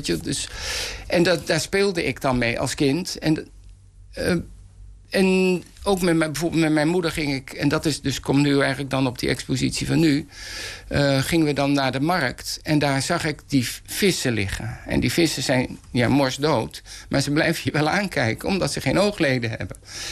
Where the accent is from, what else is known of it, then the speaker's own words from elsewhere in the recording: Amersfoort, Utrecht, Netherlands; born there; Ik ben geboren in Amersfoort.